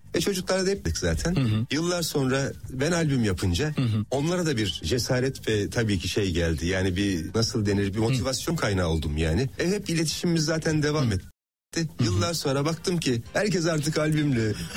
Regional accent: Ankara, Turkey; Ankara bizim kökenimiz.

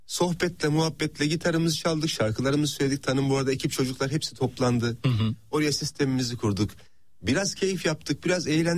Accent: Ankara, Turkey; Tabii canım, Ankara bizim kökenimiz.

